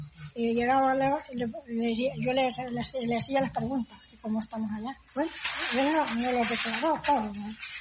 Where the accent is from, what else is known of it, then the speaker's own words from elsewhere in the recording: El Salvador; porque no somos de aquí, nosotros, somos del Salvador.